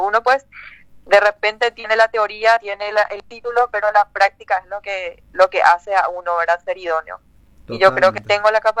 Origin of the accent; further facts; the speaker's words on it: Hernandarias, Alto Paraná, Paraguay; soy de Hernandarias, tengo 33 años